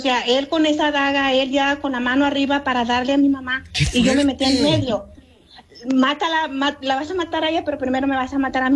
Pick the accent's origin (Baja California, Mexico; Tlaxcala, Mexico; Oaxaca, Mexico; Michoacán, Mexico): Michoacán, Mexico; yo soy del estado de Michoacán